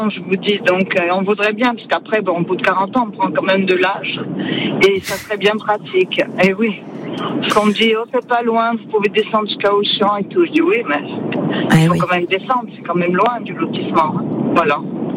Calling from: Ajaccio, Corsica, France; j'habite à Confina 2 depuis 40 ans.

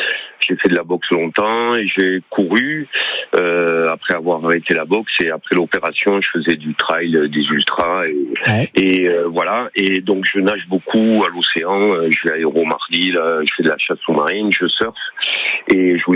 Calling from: Nouvelle-Aquitaine, France; je suis pas à Aetz, je suis sur un chantier à Louosoa, là, mais bon, c'est pareil, j'habite à Aetz

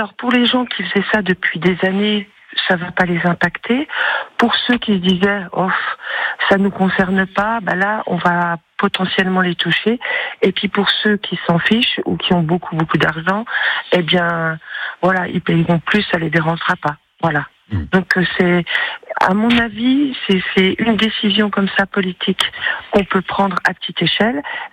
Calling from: Grand Est, France; pas de votre région, mais de Lorraine.

